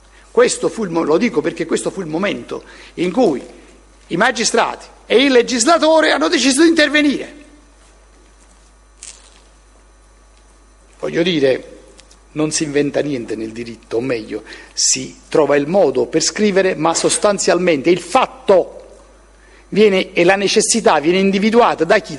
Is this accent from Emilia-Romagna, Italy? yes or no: no; Naples, Campania, Italy